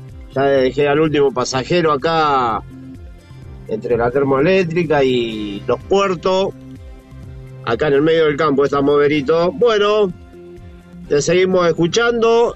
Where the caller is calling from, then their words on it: San Lorenzo, Santa Fe, Argentina; de San Lorenzo.